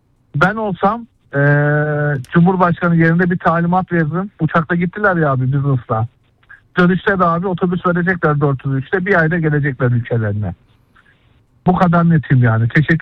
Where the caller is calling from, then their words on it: Istanbul, Turkey; İstanbul'dan arıyorum.